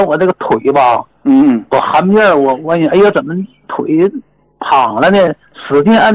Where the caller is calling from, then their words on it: Shenyang, Liaoning, China; 我家是沈阳的，沈阳沈河区的。